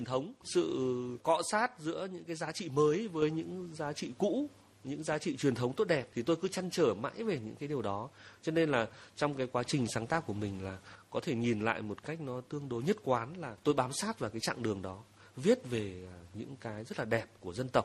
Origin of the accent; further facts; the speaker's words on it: Ha Dong, Hanoi, Vietnam; tôi lại sinh ra và lớn lên ở thị xã Hà Đông, là một cái không gian mà nó cũng nửa quê, nửa phố, mà là cũng là một cái vùng tiêu biểu giao thoa giữa những cái vùng văn hóa của xứ Đoài và xứ Sơn Nam Thượng, và cận kề đó là Thăng Long.